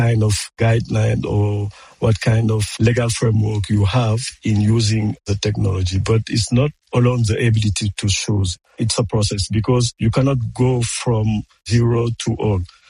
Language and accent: English; Senegal; from Senegal.